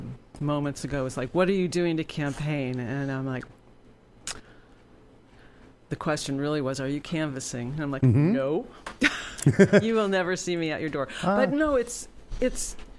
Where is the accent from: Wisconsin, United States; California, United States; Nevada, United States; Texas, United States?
California, United States; Los Angeles; So I grew up in Los Angeles. I am the daughter of an editor at the LA Times.